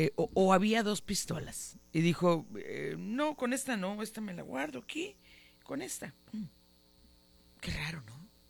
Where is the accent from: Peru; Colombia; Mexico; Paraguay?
Mexico; ¿Cómo somos los mexicanos de dejar a ver a última hora, pues?